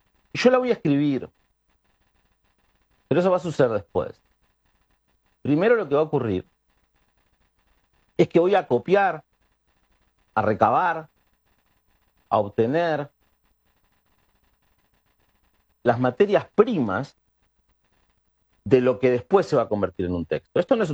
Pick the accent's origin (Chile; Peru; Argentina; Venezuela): Argentina